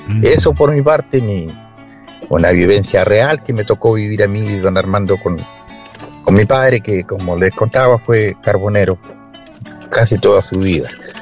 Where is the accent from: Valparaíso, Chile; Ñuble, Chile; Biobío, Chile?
Biobío, Chile; Santa Bárbara; yo fui criado en el campo, en el sector de Villucura, de la comuna de Santa Bárbara.